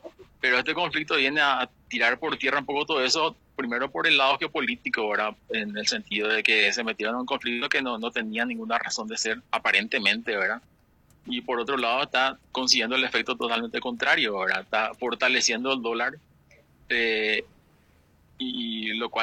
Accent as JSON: {"language": "Spanish", "country": "Paraguay", "said": "Nosotros de Paraguay"}